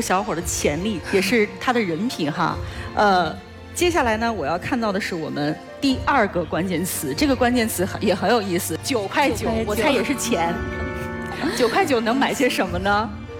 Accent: China; 我们中国人

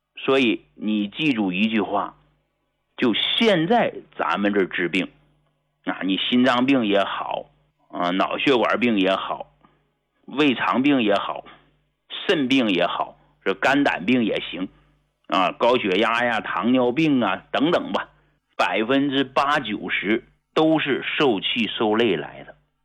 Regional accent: Northeast China, China; moved away; 小时候在东北睡那大炕啊

